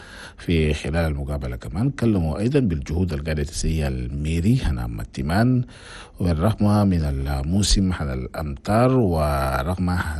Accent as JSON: {"language": "Arabic", "country": "Chad", "said": "من راديو تشاد نفس الساعة في كل الأقاليم أنا بلدنا تشاد"}